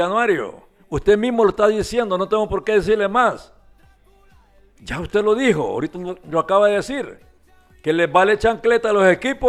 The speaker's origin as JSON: {"language": "Spanish", "town": "La Ceiba", "region": "Atlántida", "country": "Honduras", "said": "Yo soy de la ciudad Puerto de la Ceiba, la ciudad turística de Honduras"}